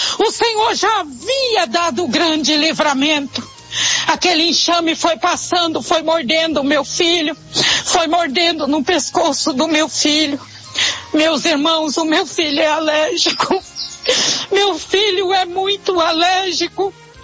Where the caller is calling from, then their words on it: Coxim, Mato Grosso do Sul, Brazil; Sou daqui da cidade de Coxim, Mato Grosso do Sul.